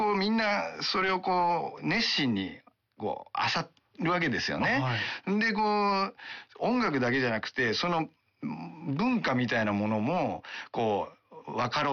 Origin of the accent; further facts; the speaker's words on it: Kanagawa, Japan; moved away as an adult; also born or lived in Okayama; now in Fussa, Japan; まあ本当に岡山で生まれましたけど、すぐ関東の方にね、はい、引っ越したっていうのもあって